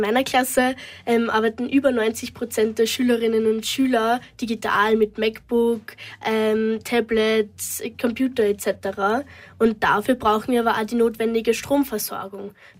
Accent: Jagenbach, Lower Austria, Austria; ich komme aus Jagenbach. Das ist eine kleine Ortschaft im Waldviertel in Niederösterreich.

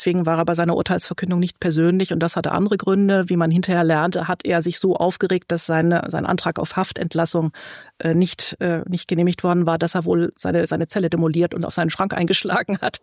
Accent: Germany

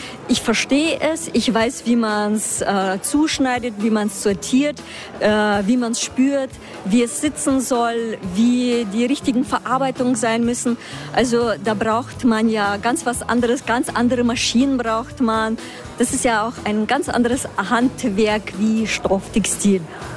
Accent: Salzburg, Austria; Ich komme ja auch aus Salzburg und wir sind eigentlich viel urbaner, was das betrifft.

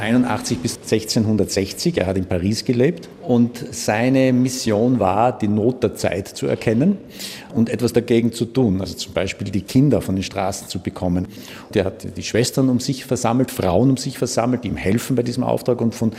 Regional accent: Tyrol, Austria; now in Vienna, Austria; ich bin in Tirol aufgewachsen und bin da schon sehr christlich sozialisiert worden, weil es einfach Teil unseres Dorflebens war. Ja. Ich bin da in einem kleinen Ort im Ötztal aufgewachsen.

